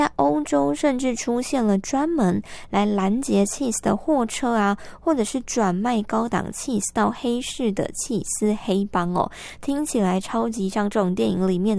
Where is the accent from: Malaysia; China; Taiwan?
Taiwan; 但是呢 cheese 在我们台湾人的平时的一些平价美食里面，它的地位也是蛮高的